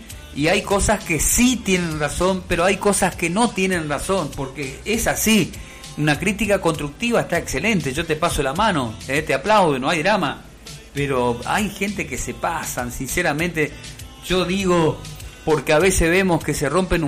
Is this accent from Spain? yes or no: no; Puerto Iguazú, Misiones, Argentina; Yo soy de Iguazú, yo soy nacido y malcriado acá en el Bañado, acá en el barrio Florida, me crié acá pateando sapo acá entre medio del barro